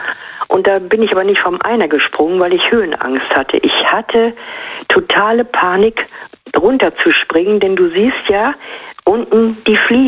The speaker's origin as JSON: {"language": "German", "country": "Germany", "tie": "born or raised there", "said": "ich bin auf dem Land groß geworden und die Weser war halt im Sommer unser absoluter Treffpunkt"}